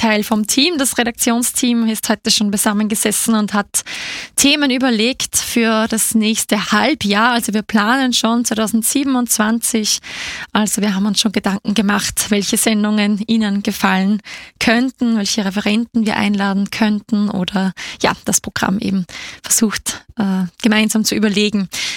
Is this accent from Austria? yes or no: yes; Waldhausen im Strudengau, Upper Austria, Austria; moved away; also born or lived in Perg; weil ich komme ja selber auch aus dem Mühlviertel.